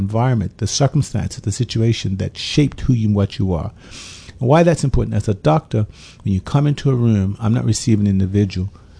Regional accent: Bermuda; growing up in Bermuda

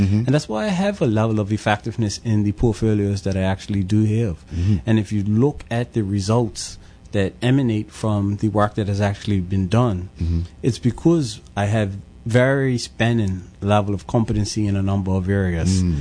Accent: Pembroke, Bermuda; growing up in Pembroke, you then associate yourself with the community associations and the community clubs in Pembroke.

